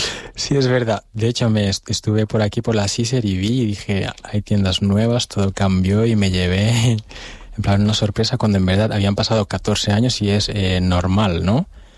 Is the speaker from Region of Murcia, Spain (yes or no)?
no; Canary Islands, Spain; born there; also born or lived in Senegal; que hables con tu acento y te digan, vale, hablas bien, pero ¿de dónde es tu acento? Y si digo, nací en Canarias